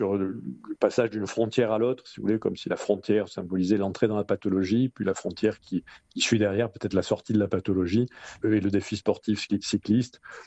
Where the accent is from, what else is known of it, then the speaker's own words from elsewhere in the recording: Marseille, Provence-Alpes-Côte d'Azur, France; moved away as an adult; now in Perpignan, France; Je suis marseillais, moi. Ça fait 20 ans que je suis sur Perpignan aujourd'hui, mais j'ai fait toutes mes études et je suis né à Marseille.